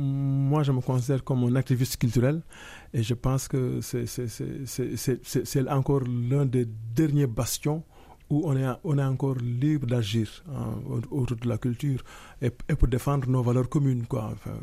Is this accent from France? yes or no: no; Senegal; Là, je ne parle pas en tant que Sénégalais ou en tant qu'Afranco-Sénégalais, je parle juste en tant qu'humain